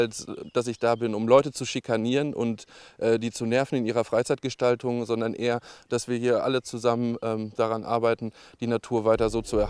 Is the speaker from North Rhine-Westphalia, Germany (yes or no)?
yes; North Rhine-Westphalia, Germany; Ja, ich komme aus dem Sauerland.